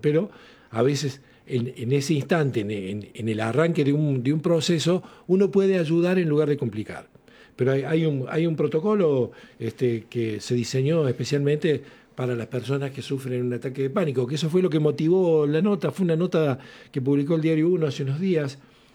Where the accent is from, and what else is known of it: Arroyo Cabral, Córdoba, Argentina; born there